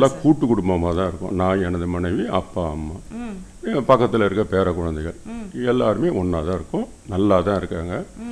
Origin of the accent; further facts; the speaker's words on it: Kidarangondan, Tamil Nadu, India; எனது சொந்த ஊர் திருவாரூர் மாவட்டம் கடாரங்கொண்டான்.